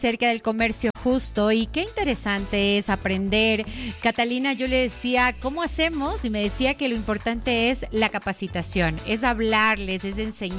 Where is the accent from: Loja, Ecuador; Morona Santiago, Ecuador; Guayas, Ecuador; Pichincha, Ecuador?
Morona Santiago, Ecuador; Macas; Yo soy de la Amazonía, yo soy, wow, de Macas